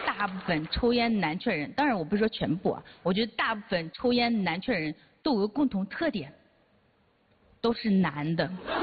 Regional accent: Shanxi, China; 我说我山西的

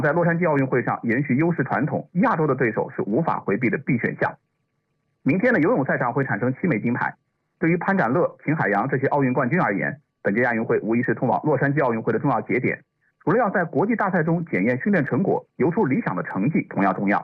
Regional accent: China; 我们中国人

